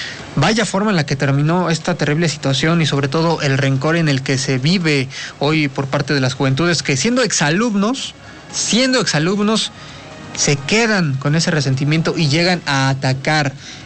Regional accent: Mexico; Es lo que nos distingue como sociedad mexicana

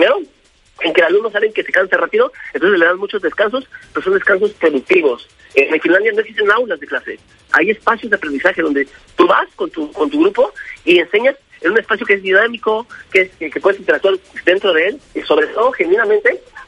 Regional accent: Mexico; nuestra responsabilidad civil como mexicanos

